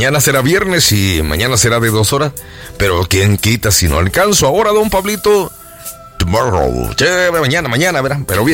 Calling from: San Pedro Perulapán, Cuscatlán, El Salvador; perdón si le dije Lola, que hice Lola, ¿verdad? … de San Pedro, Perulapán.

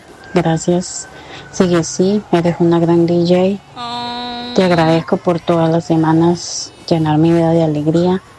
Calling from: Costa Rica; Saluditos a mi hija Rachel, aquí en Costa Rica.

